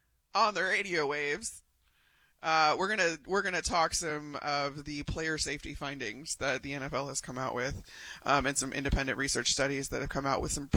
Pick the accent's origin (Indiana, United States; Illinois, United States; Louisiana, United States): Illinois, United States; Chicago; I am a Midwesterner. I am from Chicago.